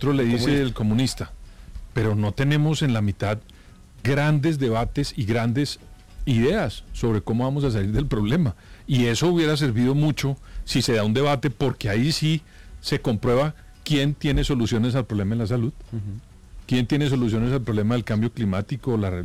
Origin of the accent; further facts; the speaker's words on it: Colombia; los que terminamos perdiendo somos los colombianos